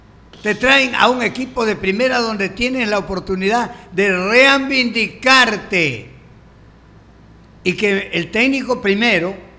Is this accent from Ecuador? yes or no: yes; Ecuador; todos conocemos cómo somos los ecuatorianos